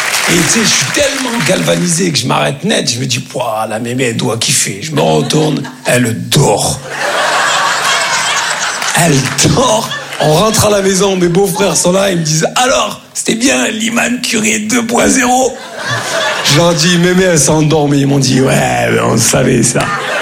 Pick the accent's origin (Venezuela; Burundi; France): France; Grand Est; Comme on dit chez nous, en Lorraine.